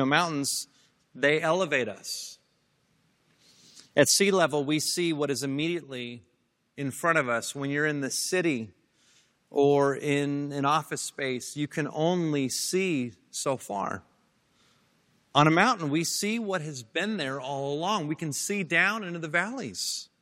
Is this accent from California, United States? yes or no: yes; Pasadena, California, United States; I grew up in Pasadena.